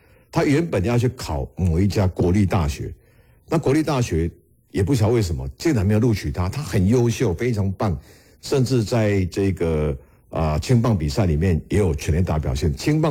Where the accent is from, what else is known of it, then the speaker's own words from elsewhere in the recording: Taiwan; 我台湾人